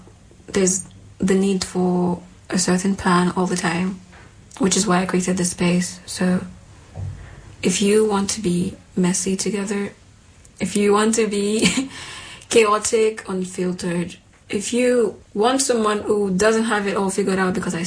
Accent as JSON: {"language": "English", "country": "Nigeria", "tie": "born or raised there", "also_born_or_lived": "Greece", "accent": "Nigerian", "moved": "as an adult", "said": "Okay, so I'm from Nigeria. I lived in Nigeria up until I was 18 years old, and then I moved to Greece. I lived in Greece for about 4 years"}